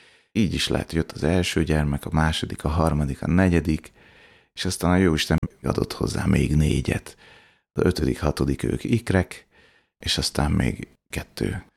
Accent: Budapest, Hungary; Egy 4 gyermekes családba születtem, szüleim nagyon-nagyon hittel neveltek bennünket.

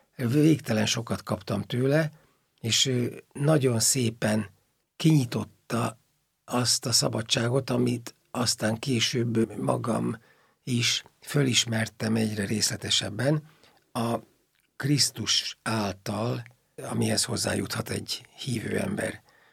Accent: Nógrád, Hungary; Palócországból származom, Nógrád megyéből, egy nagyon egyszerű családból

